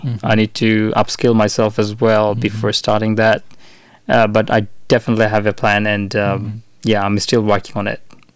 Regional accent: Munshiganj, Dhaka Division, Bangladesh; now in Adelaide, Australia; I am from Bikrampur, which is basically Munshiganj.

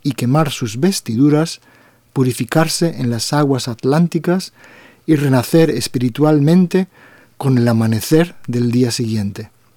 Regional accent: Spain; now in Australia; nosotros somos de España

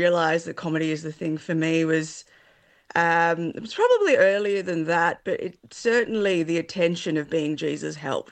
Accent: Wollongong, New South Wales, Australia; every time I meet someone from Newcastle and I say I'm from Wollongong

